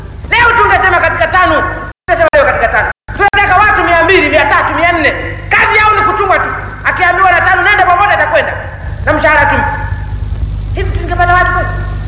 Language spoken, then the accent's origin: Swahili; Tanzania; now in Dar es Salaam, Tanzania; Mimi najua maisha ya Uzalaki. Kule nilikozaliwa nikakulia na yajua sana maisha yake.